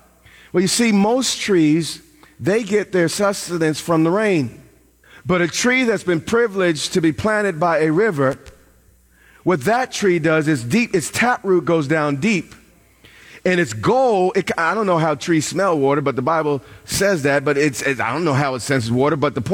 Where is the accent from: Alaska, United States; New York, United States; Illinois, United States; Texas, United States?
New York, United States; I'm from New York. What am I doing?